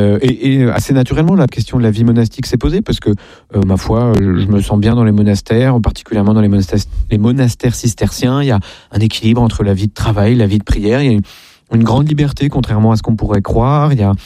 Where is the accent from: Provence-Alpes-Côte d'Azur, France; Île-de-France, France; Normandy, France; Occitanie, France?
Île-de-France, France; Versailles; born there